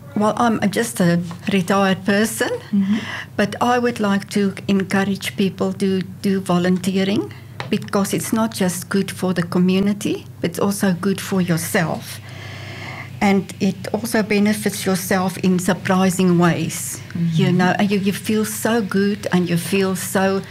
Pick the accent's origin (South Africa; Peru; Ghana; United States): South Africa; Oh, you know, I'm coming from South Africa and the Zulus have got like a shield.